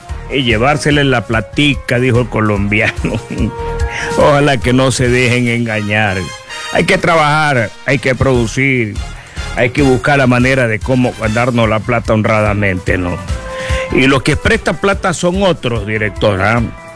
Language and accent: Spanish; Ecuador; los ecuatorianos